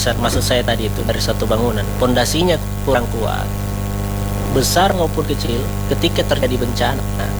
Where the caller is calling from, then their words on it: Palu, Central Sulawesi, Indonesia; Salam kami dari Kota Palu, dari suku Kaili.